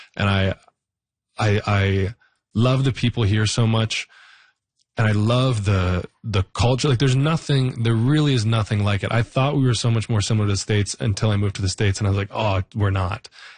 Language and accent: English; Canada; And I don't even think I really recognized my Canadianness until I went away and was like, oh, I'm Canadian to the bones. I'm very proud.